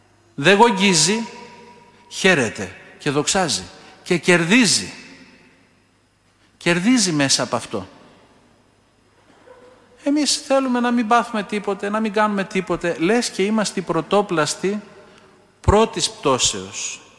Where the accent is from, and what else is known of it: Peloponnese, Greece